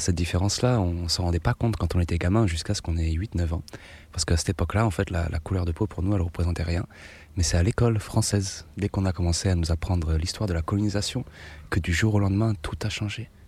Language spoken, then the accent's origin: French; DR Congo; born there; Je suis né pendant une guerre civile au Zaïre, où mes parents habitaient depuis déjà plusieurs années.